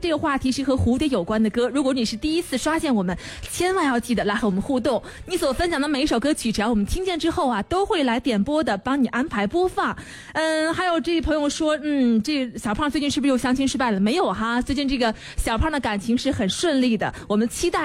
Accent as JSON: {"language": "Chinese", "town": "Linfen", "region": "Shanxi", "country": "China", "said": "我们大临汾是山西临汾"}